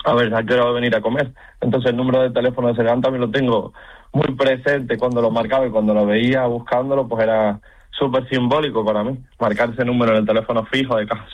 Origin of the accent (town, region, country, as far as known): Canary Islands, Spain